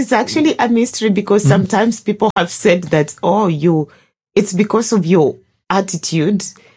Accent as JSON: {"language": "English", "country": "Kenya", "moved": "yes", "said": "I'm from Kenya."}